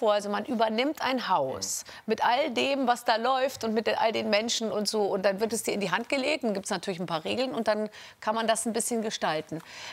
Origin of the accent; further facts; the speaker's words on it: Munich, Bavaria, Germany; Ich komme ja auch aus München.